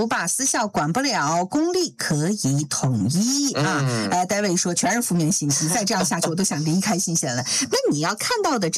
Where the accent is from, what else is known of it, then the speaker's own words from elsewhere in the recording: China; now in New Zealand; 如果不是因为我是中国人，也许我不会这么看这个问题。